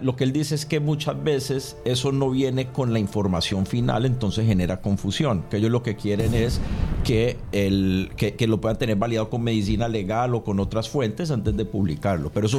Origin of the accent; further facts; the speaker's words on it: Cali, Valle del Cauca, Colombia; Y quiero agradecer y felicitar a los caleños porque fuimos un ejemplo de paz para todo el pa